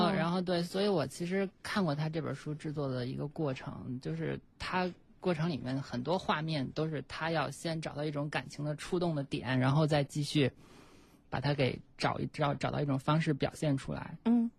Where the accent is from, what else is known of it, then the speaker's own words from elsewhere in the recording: China; 我们都是中国人嘛